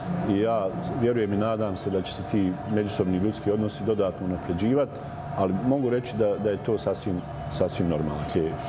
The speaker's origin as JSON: {"language": "Bosnian", "town": "Jajce", "region": "Federation of Bosnia and Herzegovina", "country": "Bosnia & Herzegovina", "said": "Ali, kod nas u Jajcu je vrlo malo toga što je podijeljeno, što je paralelno"}